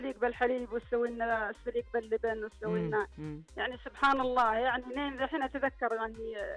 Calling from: Taif, Makkah Province, Saudi Arabia

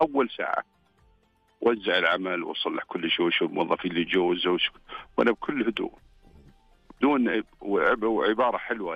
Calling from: Khobar, Eastern Province, Saudi Arabia; صباح الخير من دانة الخليج مدينة الخبر.

